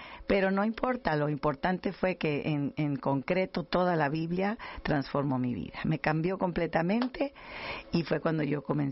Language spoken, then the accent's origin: Spanish; Los Ángeles, Nuevo León, Mexico; Todo mundo canta en mi pueblo. Se llama Los Ángeles, Nuevo León, México.